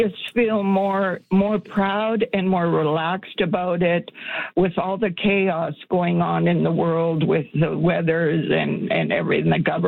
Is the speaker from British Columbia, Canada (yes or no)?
no; Ontario, Canada; moved away as an adult; now in Edmonton, Canada; a retired senior, I moved here 10 years ago to be with my sons who lived out here. But I lived in Ontario my whole life